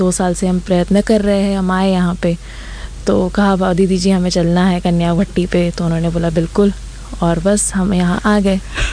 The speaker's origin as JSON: {"language": "Hindi", "town": "Amravati", "region": "Maharashtra", "country": "India", "said": "और मैं प्रॉपर महाराष्ट्र अमरावती की रहने वाली हूँ।"}